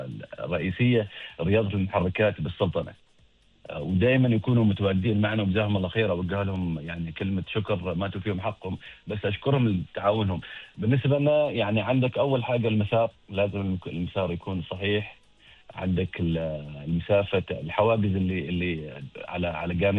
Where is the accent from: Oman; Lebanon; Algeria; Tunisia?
Oman; وعندنا في عمان